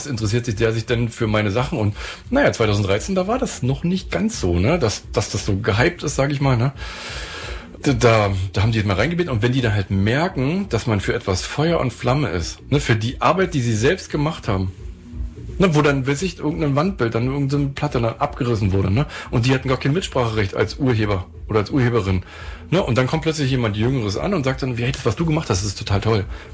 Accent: East Germany, Germany; born there; Ich bin ja auch im Land geboren, was es gar nicht mehr gibt, wenn du so willst, ne?

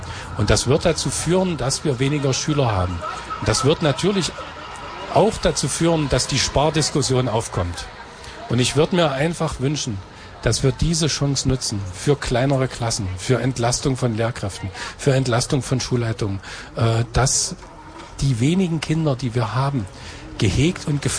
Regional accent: Saxony-Anhalt, Germany; unser schönes Sachsen-Anhalt, und ich liebe meine Heimatstadt über alles

